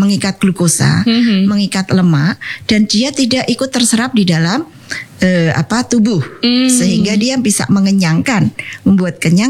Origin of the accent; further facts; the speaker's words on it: Semarang, Central Java, Indonesia; kita orang Semarang biasa suka kerupuk ya.